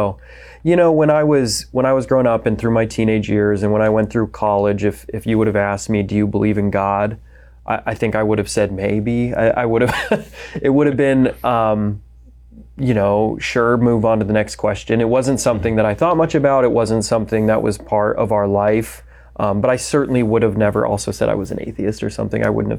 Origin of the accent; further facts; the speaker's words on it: Denver, Colorado, United States; I was baptized Catholic. I'm from Denver, Colorado.